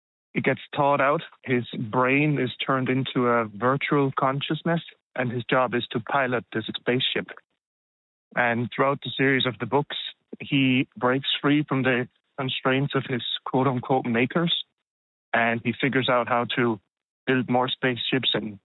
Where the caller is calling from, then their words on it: Ireland; I'm a colleague from Ireland.